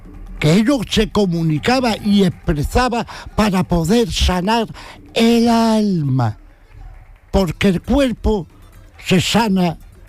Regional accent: Jerez de la Frontera, Andalusia, Spain; Yo sé lo que digo y lo que no digo, y soy de Jerez, ¿no?

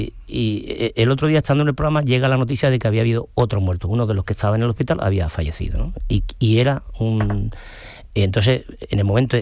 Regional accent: Ubrique, Andalusia, Spain; mi pueblo, en Ubrique

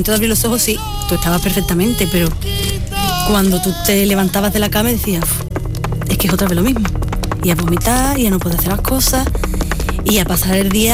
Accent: Sanlúcar de Barrameda, Andalusia, Spain; born there; tengo 21 años, nací en Sanlúcar de Barrameda, Cádiz.

